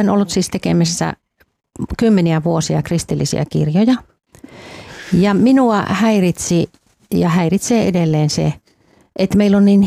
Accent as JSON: {"language": "Finnish", "town": "Helsinki", "region": "Uusimaa", "country": "Finland"}